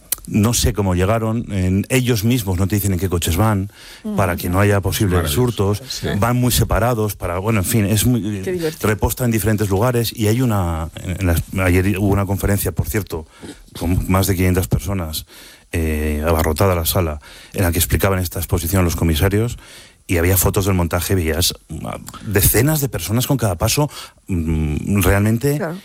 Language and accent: Spanish; France; Spanish is a second language; yo como francés diría otra cosa también.